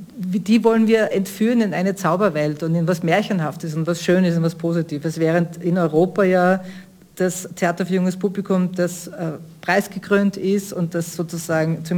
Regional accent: Schladming, Styria, Austria; born there; now in Vienna, Austria; Also ich bin in Schladming geboren, aber meine Eltern waren die Zurkroasten.

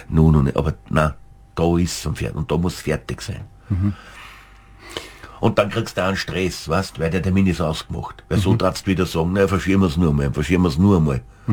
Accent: St. Pölten, Lower Austria, Austria; also ich liebe mein Heimatort, St. Pölten

